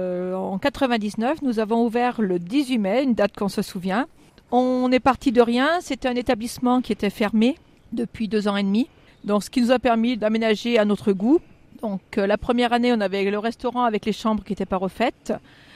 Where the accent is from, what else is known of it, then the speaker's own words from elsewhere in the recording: Noirétable, Auvergne-Rhône-Alpes, France; now in Tence, France; Non, on est du Forêt tous les deux, donc moi de Noirétable et mon mari de Sauvin.